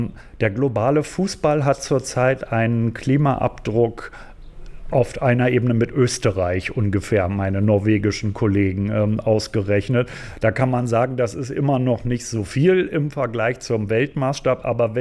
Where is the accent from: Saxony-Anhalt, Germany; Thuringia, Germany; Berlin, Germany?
Berlin, Germany; Also ich bin selber aus Berlin